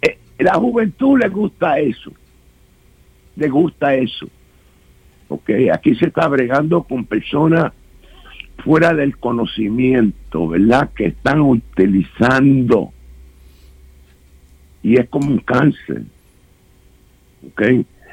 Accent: U.S. Virgin Islands; Porque soy nativo de las Islas Vírgenes. Nacido aquí.

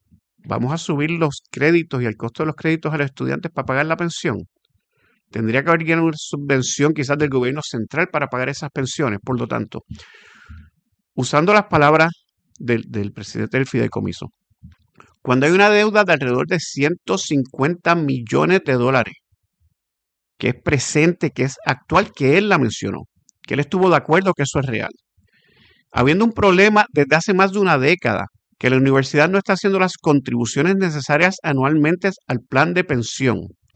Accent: Puerto Rico; Yo soy un puertorriqueño, yo vivo en Puerto Rico, mis hijos viven aquí, van a la escuela aquí, y yo soy parte de la sociedad puertorriqueña, soy parte de las personas que nos levantamos a trabajar en Puerto Rico y pagamos contribuciones.

